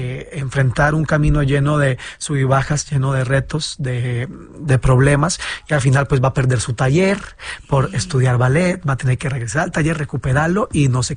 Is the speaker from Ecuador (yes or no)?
no; Costa Rica; yo vengo de Costa Rica, por ejemplo.